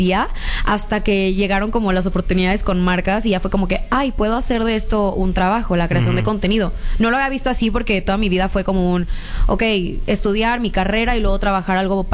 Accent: Reynosa, Tamaulipas, Mexico; also born or lived in Monterrey; Yo nací en Monterrey, pero toda mi infancia la viví en Reynosa.

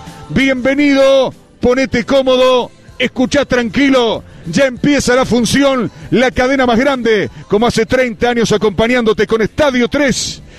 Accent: Rosario, Santa Fe, Argentina; nosotros te acompañamos, siendo los emisores rosarinos

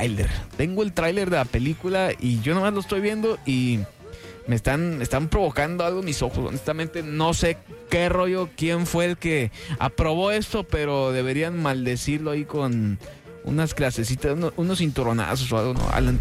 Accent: Honduras; Y uno como hondureño, pues, puede sentirse orgulloso de... Ahora sí que ver su país representado en una película animada

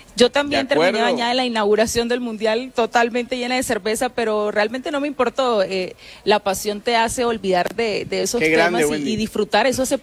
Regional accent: Colombia; moved away as an adult; now in Mexico

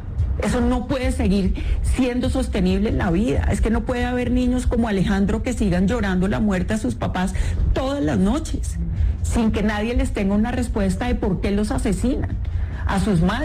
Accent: Colombia; Y aquí hay un gran propósito como país y como colombianos

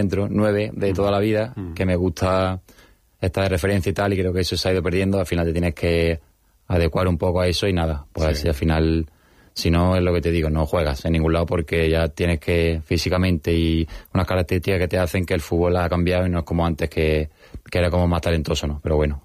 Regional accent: Spain; also born or lived in Argentina; tengo también mucha familia española y si no quiero ganar Argentina, que gane España, que al final es donde me he criado

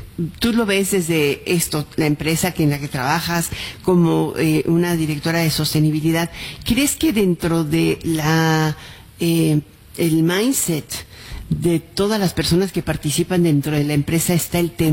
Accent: Mexico; como mexicanos que habitamos en este pedacito de tierra

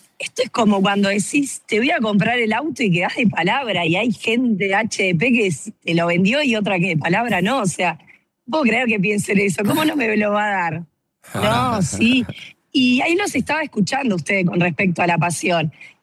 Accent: Viedma, Río Negro, Argentina; moved away as an adult; also born or lived in Córdoba Province; Allá en Viedma, en Río Negro, donde me crié, yo nací en la Baulalle, provincia de Córdoba.

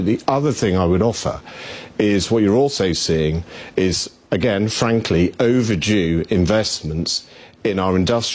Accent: United Kingdom; The thing I would reflect on, both as a Brit and as a NATO officer

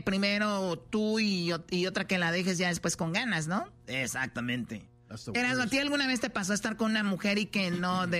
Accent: Jalisco, Mexico; Soy de Los Altos, Jalisco, del estado y de la región más conservadora de México, si no sabías, ¿ok?

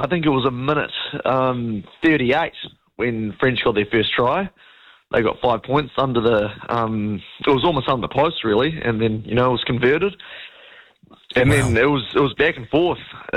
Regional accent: Wellington, New Zealand; now in Auckland, New Zealand; being a Kiwi and all, you know, All Blacks. Yeah. I'm a Hurricanes boy. I'm from Wellington originally

